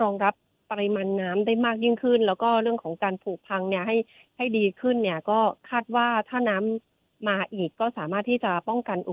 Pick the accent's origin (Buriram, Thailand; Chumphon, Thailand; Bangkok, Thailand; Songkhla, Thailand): Songkhla, Thailand; Krasae Sin; ดิฉันยิ่งดีใจเข้าไปอีกเพราะว่าดิฉันเป็นเด็กกระแสสินค่ะเป็นคนกระแสสิน